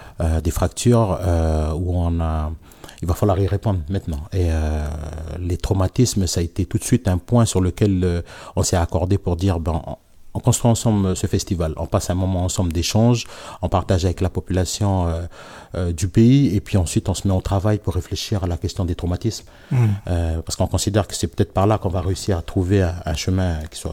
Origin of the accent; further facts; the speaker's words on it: New Caledonia; à nous, du peuple Kanak